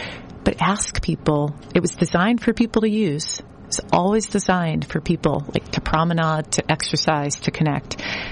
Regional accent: Boston, Massachusetts, United States; growing up in Boston and having worked here for my whole professional cultural career

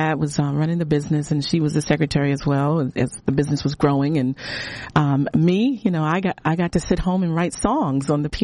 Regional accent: Suffolk, Virginia, United States; I grew up in Suffolk, Virginia. So I'm a Southern girl.

